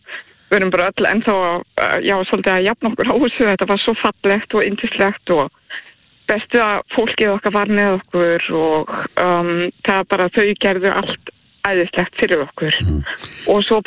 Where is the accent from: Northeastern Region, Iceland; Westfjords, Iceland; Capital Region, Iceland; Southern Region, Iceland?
Capital Region, Iceland; Álftanes; Ég náttúrulega uppalinn á Álftanesinu og ég elska ströndina og hérna bara þar á hverjum degi sem barn